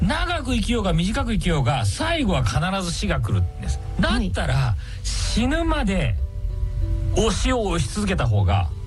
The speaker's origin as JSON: {"language": "Japanese", "town": "Nishio", "region": "Aichi", "country": "Japan", "tie": "born or raised there", "said": "私愛知県西尾市の西尾高校出身なんですけど"}